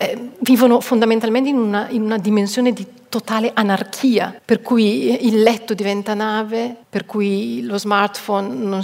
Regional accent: Vienna, Austria; vengo da Vienna

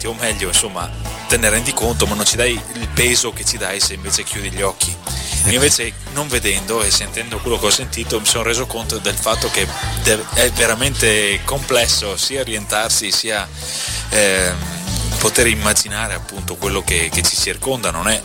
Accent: Polesella, Veneto, Italy; Io sono originario di Rovigo, cioè di Polesella, okay. In provincia di Rovigo.

